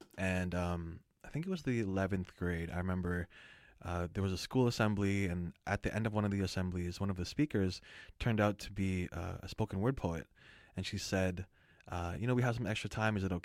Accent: Surrey, British Columbia, Canada; also born or lived in Vancouver; I'm like a Surrey kid at this point. So I was born in Vancouver. I lived at Fraser and 20th for like 5 years, then did all my grade school in Surrey.

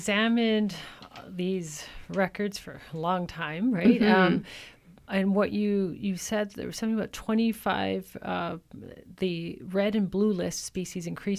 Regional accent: British Columbia, Canada; also born or lived in Calgary, Alberta; I'm a longtime British Columbian. Mm-hmm. I was born in Calgary, but spent my whole life in this province, really.

